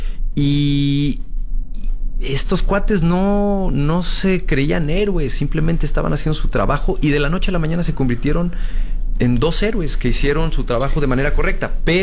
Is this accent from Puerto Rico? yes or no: no; Mexico; cambiar un poco la visión de lo que somos como mexicanos.